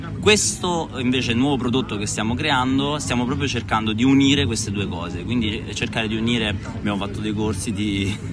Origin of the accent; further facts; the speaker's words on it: Naples, Campania, Italy; also born or lived in Rome; Io ho abitato a Roma fino a 2 anni fa, adesso abito vicino Genova, però sono di Napoli.